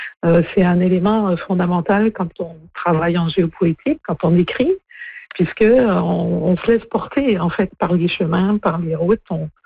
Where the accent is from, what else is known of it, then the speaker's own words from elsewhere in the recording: Brittany, France; Et je pense que quand on vient de Bretagne, c'est assez marquant.